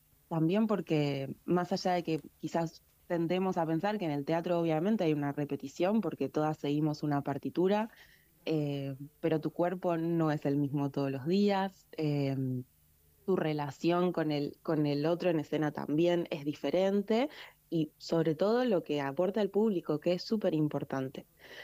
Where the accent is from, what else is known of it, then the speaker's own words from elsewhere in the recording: Neuquén, Argentina; moved away as an adult; now in the comarca, Argentina; Yo, por ejemplo, soy de Neuquén